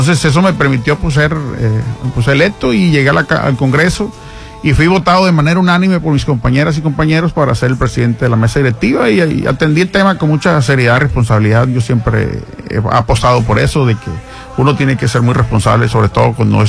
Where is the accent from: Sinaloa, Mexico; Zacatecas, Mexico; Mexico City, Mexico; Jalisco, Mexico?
Sinaloa, Mexico; Culiacán; Sí, sí, pues anduve en camión en el Nuevo Culiacán, en el Circuito Norte.